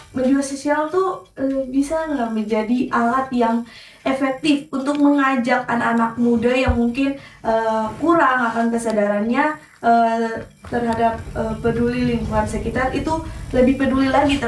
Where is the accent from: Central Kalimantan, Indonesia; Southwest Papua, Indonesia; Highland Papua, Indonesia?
Southwest Papua, Indonesia; Sorong; moved away as an adult; now in Biak, Indonesia; saya berasal dari kota Sorong.